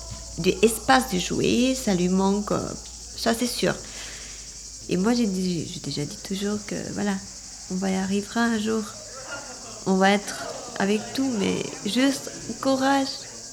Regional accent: Albania; French is a second language; now in France; Oui, mais je suis venue de l'Albanie.

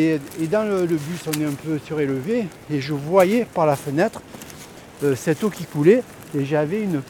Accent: Miramas, Provence-Alpes-Côte d'Azur, France; Quand j'étais enfant, on habitait à Miramas. Et quelquefois, on allait à Alens, dans le village de ma mère.

